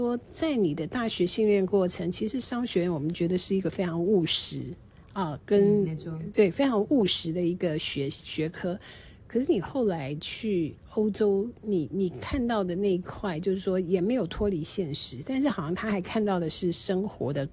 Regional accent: Taiwan

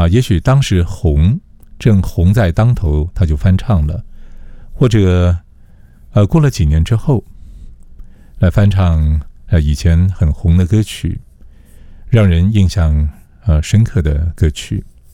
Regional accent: Taiwan

